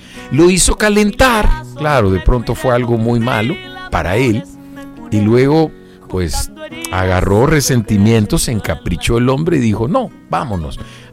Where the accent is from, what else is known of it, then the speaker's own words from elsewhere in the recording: El Salvador; aunque nosotros no seamos argentinos, que somos salvadoreños, ¿verdad? O somos latinoamericanos